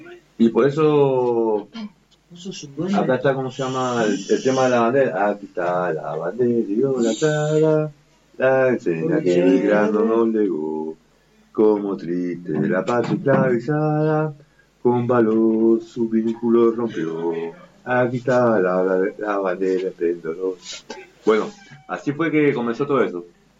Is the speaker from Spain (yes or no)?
no; Argentina; aparte porque somos argentinos